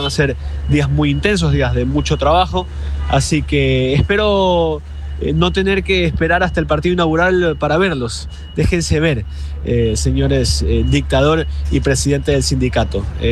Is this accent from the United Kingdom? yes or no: no; Ecuador; para nosotros como ecuatorianos